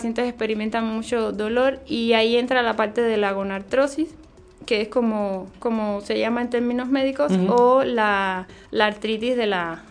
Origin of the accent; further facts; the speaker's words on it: Cuba; moved away as an adult; now in Mexico; yo no soy mexicana, yo vengo de Cuba, estudié, o sea, estudié allá en Cuba la carrera, hice 2 años de medicina interna allá y acá hice una maestría, 2 años en ciencias de la nutrición.